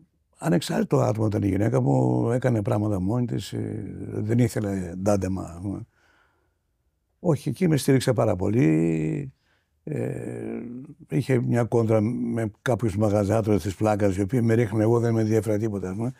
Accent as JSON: {"language": "Greek", "country": "Greece", "said": "μου έκανε να νιώσω περήφανος σαν Έλληνας"}